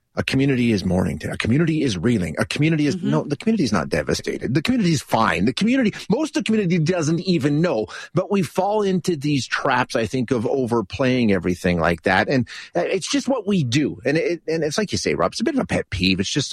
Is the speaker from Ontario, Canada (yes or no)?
no; Alberta, Canada; I grew up in Alberta, which, yeah, country music for sure.